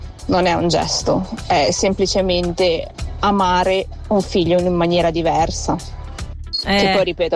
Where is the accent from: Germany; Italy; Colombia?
Colombia; now in Switzerland; Io sono adottata, vengo dalla Colombia, a parlare anche dialetto, perché grande.